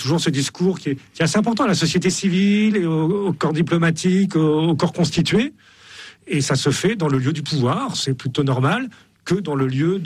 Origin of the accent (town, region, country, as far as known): Saint-Omer, Hauts-de-France, France; born or raised there